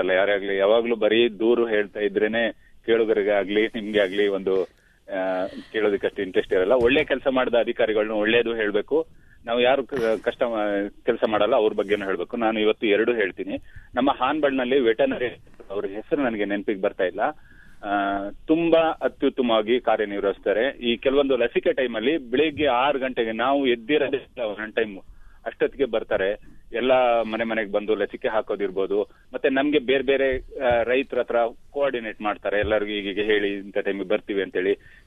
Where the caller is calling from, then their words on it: Sakleshpur, Karnataka, India; ನಮ್ಮ ಗ್ರಾಮ ಪಂಚಾಯತಿ ದೇವಲ್ಕೆರೆ ಗ್ರಾಮ ಪಂಚಾಯತಿ